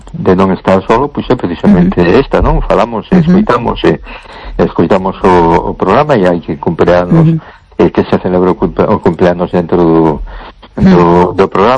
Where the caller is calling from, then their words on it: A Coruña, Galicia, Spain; de Coruña.